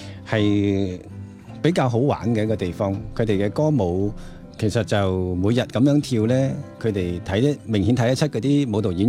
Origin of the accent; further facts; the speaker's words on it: Guangdong, China; 因为我哋广东人去好多地方都会觉得系粤菜好味嘅